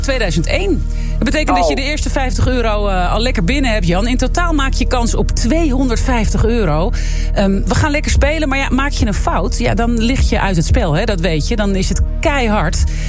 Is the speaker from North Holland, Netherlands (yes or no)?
yes; Landsmeer, North Holland, Netherlands; Ja, wat leuk. Ik zeg ja, wat leuk, want ik kom ook uit Landsmeer.